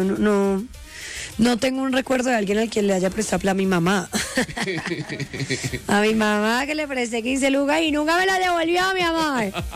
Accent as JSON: {"language": "Spanish", "country": "Colombia"}